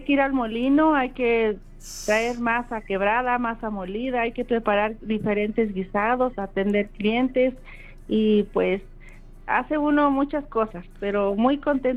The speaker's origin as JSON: {"language": "Spanish", "town": "Fresnillo", "region": "Zacatecas", "country": "Mexico", "tie": "born or raised there", "moved": "yes", "lives_now": "Querétaro, Mexico", "said": "yo radico en Querétaro, pero yo soy originaria de ahí, de Fresnillo, Zacatecas."}